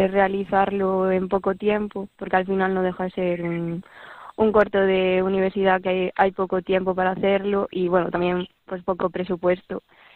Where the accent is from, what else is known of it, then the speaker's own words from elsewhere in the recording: O Porriño, Galicia, Spain; yo soy de Porriño